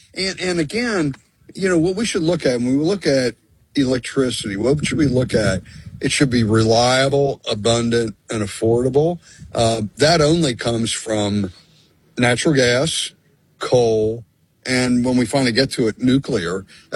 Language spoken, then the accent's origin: English; Pennsylvania, United States; I'm from my home state of Philadelphia or of Pennsylvania